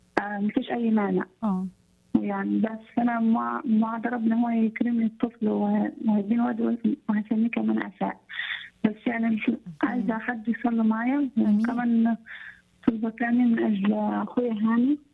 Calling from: Asyut, Asyut Governorate, Egypt; من اسيوط.

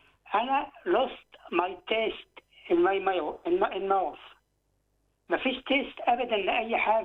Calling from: Canada

